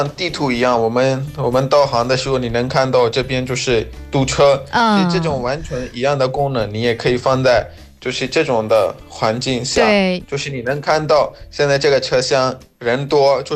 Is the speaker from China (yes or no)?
no; Pakistan; Chinese is a second language; ，我们巴基斯坦查鲁德米特斯萨普拉夫斯